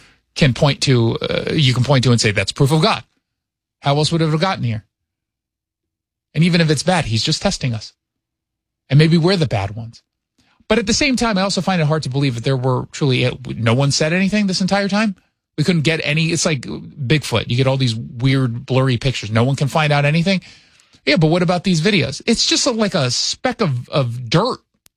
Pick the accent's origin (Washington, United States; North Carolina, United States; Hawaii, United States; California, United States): California, United States; I'm from Southern California. You get one earthquake and then you get a bunch of tremors afterwards. That's totally normal.